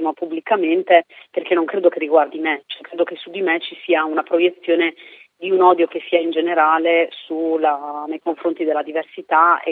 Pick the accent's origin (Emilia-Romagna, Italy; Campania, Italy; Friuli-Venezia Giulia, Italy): Emilia-Romagna, Italy; Reggio Emilia; io sono di Reggio Emilia, mi sono affacciata all'università dovendomi spostare, facendo la pendolare a Bologna